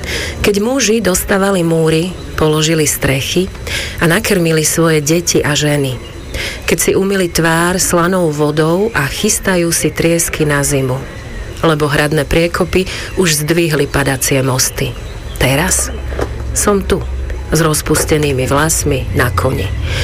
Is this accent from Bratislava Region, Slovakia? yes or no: no; Prešov, Prešov Region, Slovakia; now in Ružomberok, Slovakia; tak vždy napíšem Prešovčiarka Ružomberok, aby to tam teda bolo, lebo stále som Prešovčanka, to sa nedá.